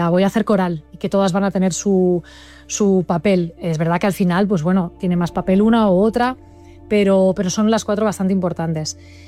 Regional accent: Barcelona, Catalonia, Spain; now in Madrid, Spain

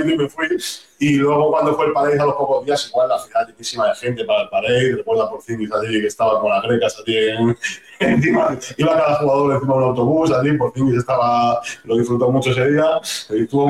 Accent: Madrid, Community of Madrid, Spain; moved away as an adult; now in Boston, United States; yo soy de Madrid

